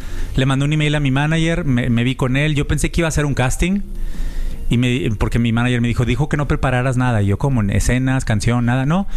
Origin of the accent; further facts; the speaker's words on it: Monterrey, Nuevo León, Mexico; No, digo, amo mi tierra, pero no, pues digo...